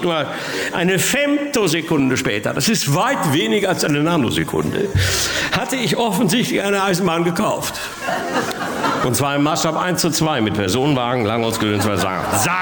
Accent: Bochum, North Rhine-Westphalia, Germany; Ich komme ja aus Bochum und Bochum ist im Prinzip nichts anderes als Toys R Us mit Rand.

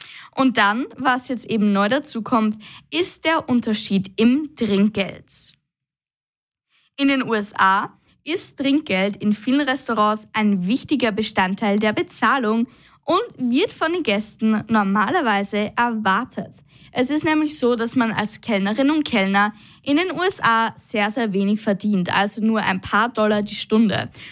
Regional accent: Austria; Bei uns in Österreich gibt es ja die Mehrwertsteuer, das sind 20% des Produktes, aber das ist schon im Preis inkludiert.

